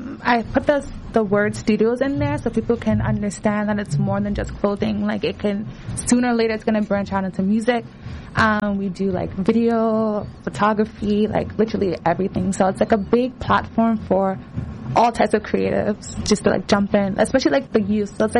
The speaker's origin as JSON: {"language": "English", "country": "Nigeria", "said": "Man, I'm Nigerian. My shout outs can go on forever."}